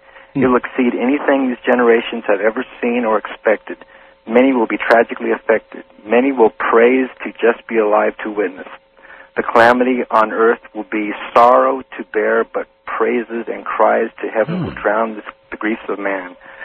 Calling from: Phoenix, Arizona, United States; Phoenix, Arizona.

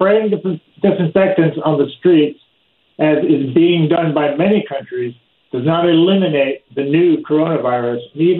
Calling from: Scotland, United Kingdom; I'm Scottish.

